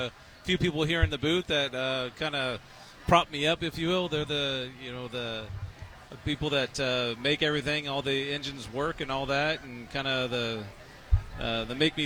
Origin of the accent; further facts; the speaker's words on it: California, United States; also born or lived in New York City; now in Indianapolis, United States; I grew up in California, moved to New York a while ago, then moved here around 2011, and been here ever since.